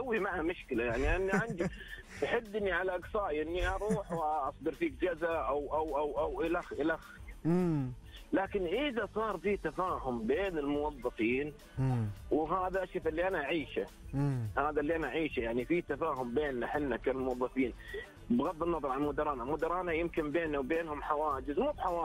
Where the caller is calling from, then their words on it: Riyadh, Riyadh Province, Saudi Arabia; انا اكلمك من الرياض.